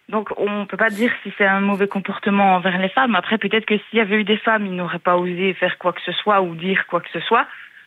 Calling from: Vielsalm, Wallonia, Belgium; moi, je viens de Vielsalm.

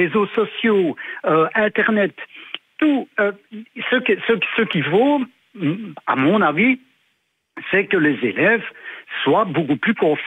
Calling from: Liège, Wallonia, Belgium; moi je suis de Liège

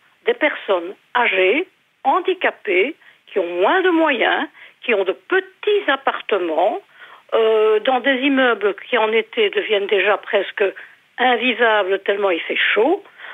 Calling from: Jette, Brussels-Capital Region, Belgium; moi, chez moi, à Jette

